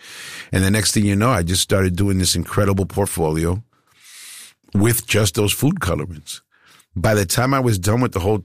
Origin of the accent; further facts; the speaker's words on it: Queens, New York, United States; I'm coming from Queens. I'm coming from hip hop. I'm not leaning toward this world.